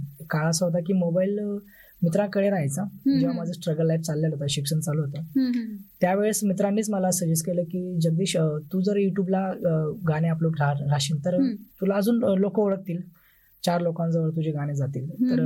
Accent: Varshi, Dhule district, Maharashtra, India; first language Ahirani; माझं मूळ गाव वर्षी, तालुका जिल्हा धुळे.

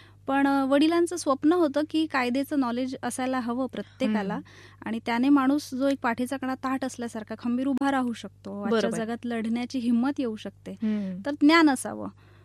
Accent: Chopda, Maharashtra, India; मी मूळ खान्देश, जळगाव जिल्हा, यावल तालुक्यामध्ये. माझं सासर आणि चोपड्याचं माझं माहेर आहे.

